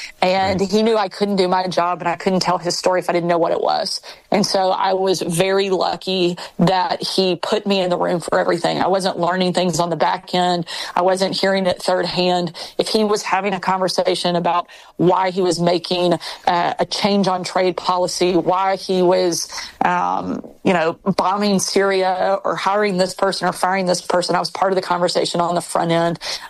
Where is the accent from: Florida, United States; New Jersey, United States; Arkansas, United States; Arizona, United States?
Arkansas, United States; born or raised there